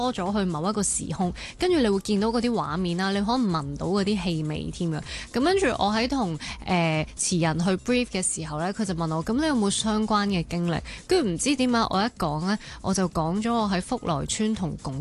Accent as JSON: {"language": "Cantonese", "town": "Tsuen Wan", "region": "New Territories", "country": "Hong Kong", "tie": "born or raised there", "said": "我都系喺嗰度出世嘅"}